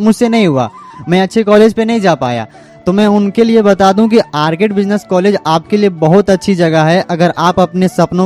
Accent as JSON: {"language": "Hindi", "town": "Lakhisarai", "region": "Bihar", "country": "India"}